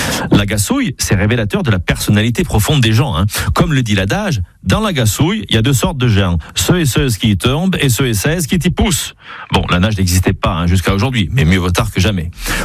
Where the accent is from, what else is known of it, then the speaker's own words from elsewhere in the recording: Auvergne-Rhône-Alpes, France; accent: Parler Gaga; Chez nous, dans le Parler Gaga, on a des termes pour tout.